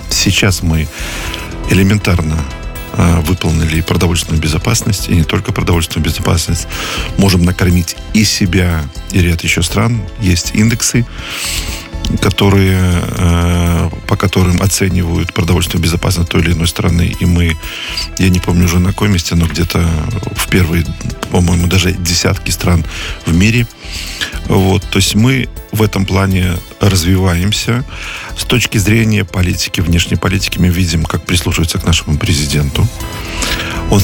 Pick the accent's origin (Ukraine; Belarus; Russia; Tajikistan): Belarus; Vitebsk Region; Ну, я сам родом из Витебской области.